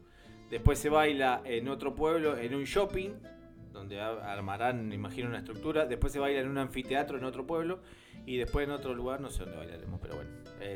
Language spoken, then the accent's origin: Spanish; Argentina; vamos a estar como argentinos representando a nuestro país.